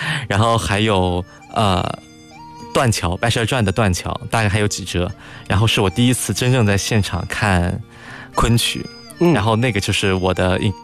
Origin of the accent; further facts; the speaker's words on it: Nanjing, Jiangsu, China; 我是南京人。